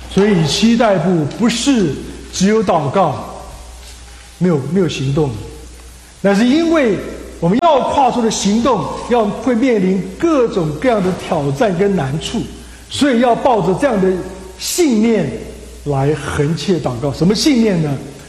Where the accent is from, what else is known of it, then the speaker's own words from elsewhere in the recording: China; 也不知道有多少我们中国人的先辈，基督徒的先辈，为信仰舍命流血。